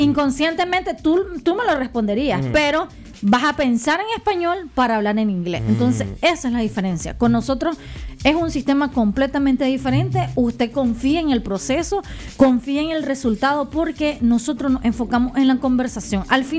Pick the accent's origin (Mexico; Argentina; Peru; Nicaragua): Nicaragua; Como nicaragüense, lo digo como nicaragüense, sí, estamos acostumbrados a inscribirnos, sentarnos en un pupitre, que el profesor llegue y nos ponga una tarea.